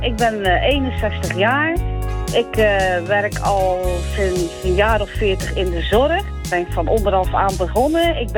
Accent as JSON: {"language": "Dutch", "town": "Dordrecht", "region": "South Holland", "country": "Netherlands", "said": "ik ben een Dordtenaar."}